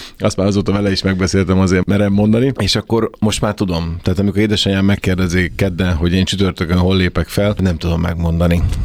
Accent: Hajdúdorog, Hajdú-Bihar, Hungary; also born or lived in Debrecen; now in Budapest, Hungary; amikor Debrecenbe költöztünk, vagy Debrecenben éltem, és ugye én hajdudorogi származású vagyok

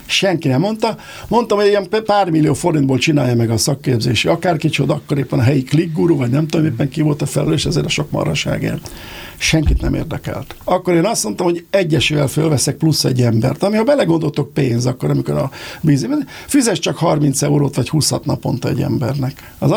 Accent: Hungary; Mert magyar vagyok, és mert magyar vállalkozó vagyok.

